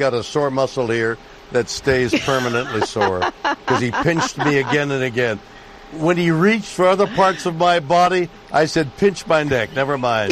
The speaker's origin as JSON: {"language": "English", "country": "Canada", "lives_now": "United States", "said": "I'm a Canadian and a guest in your country for longer than most of you have been alive."}